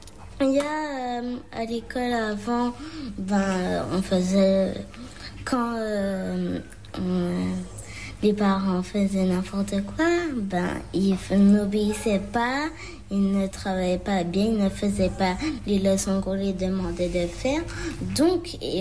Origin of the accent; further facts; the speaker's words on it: Petit-Bourg, Guadeloupe; je viens de Sainte-Marie-Petit-Bourg.